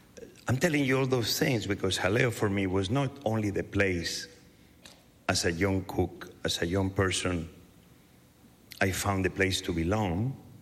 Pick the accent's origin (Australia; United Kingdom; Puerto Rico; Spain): Spain; Barcelona, Catalonia; moved away; also born or lived in Asturias; Because even I was born in Asturias, very young, I moved to Barcelona. Asturias and Barcelona are two different places. Maybe it's Spain, but it's day and night.